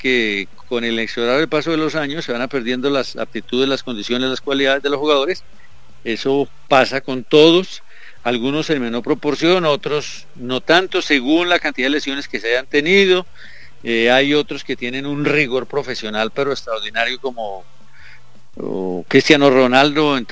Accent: Colombia

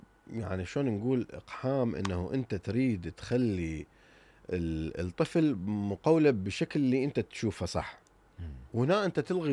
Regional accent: Iraq; يعني عندنا بالعراق، بينما أكو إهمال أو عدم اهتمام

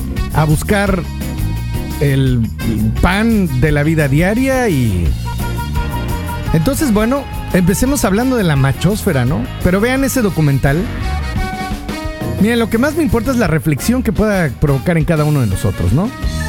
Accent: Mexico; pero en México el acento español es para los chistes. O sea, nos educaron a eso.

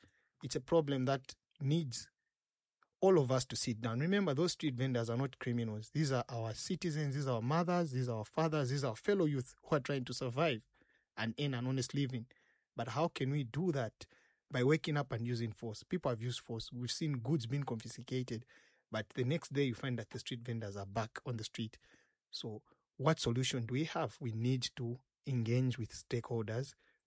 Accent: Lusaka, Lusaka Province, Zambia; also born or lived in Chilenje; I'm an ordinary youth born on 20th January 1991 at the University Teaching Hospital in Lusaka. I grew up in Matero, where I did my school, both my primary and my secondary, and later on went to Munali, where I did my high school.

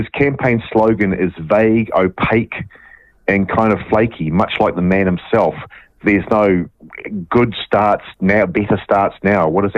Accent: Cambridge, Waikato, New Zealand; now in Auckland, New Zealand

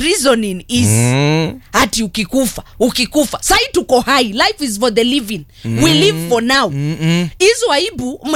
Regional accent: Nairobi, Kenya; also born or lived in Kiambu; Mimi nikijita mtoto wa mjini. Nimezaliwa Nairobi.

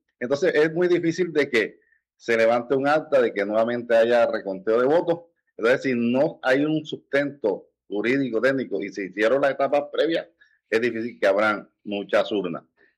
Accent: San Basilio de Palenque, Bolívar, Colombia; Soy palenquero y mi origen es el continente africano, mis ancestros, pero hoy yo soy nacional colombiano, nacido aquí

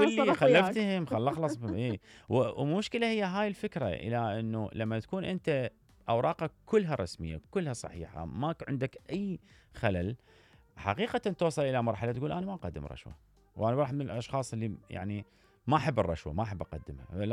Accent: Iraq; أنا دائما أقول القوانين عندنا في العراق باعتبارها قديمة جدا

